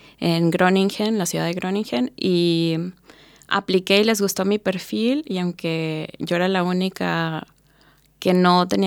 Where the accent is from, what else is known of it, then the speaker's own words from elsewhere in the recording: Mexico; Yo soy mexicana y también como picante